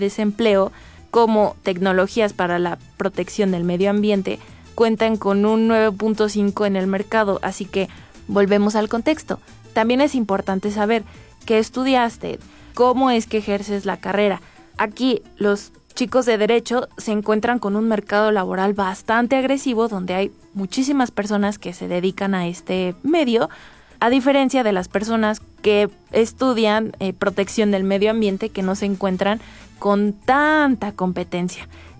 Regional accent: Tulancingo, Hidalgo, Mexico; Con las oportunidades que se encontraban en donde yo soy, que yo soy de Tulancingo.

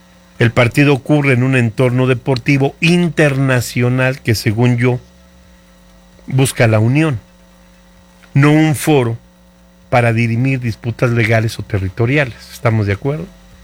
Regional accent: Mexico; merecemos todos como mexicanos

